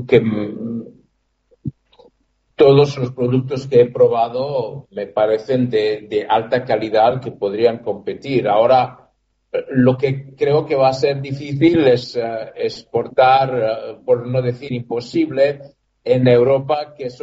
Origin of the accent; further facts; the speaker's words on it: Greece; now in Uruguay; vengo de Grecia